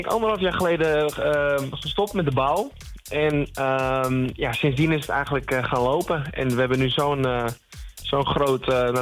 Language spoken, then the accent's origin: Dutch; Callantsoog, North Holland, Netherlands; Ik kom uit het, niet het noorden, het is een beetje het West-Friesland. Dus ik kom zelf uit de Noordkop.